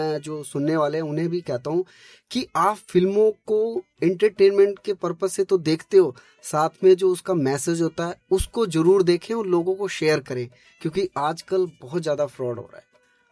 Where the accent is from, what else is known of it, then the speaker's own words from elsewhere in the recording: Uttar Pradesh, India; moved away; मैं ज्यादातर जैसे यूपी से बिलोंग करा